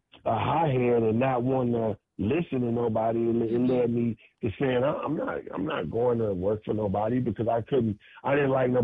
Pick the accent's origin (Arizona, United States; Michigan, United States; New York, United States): Michigan, United States; Detroit; now in Los Angeles, United States; In Detroit, Michigan. I grew up in Detroit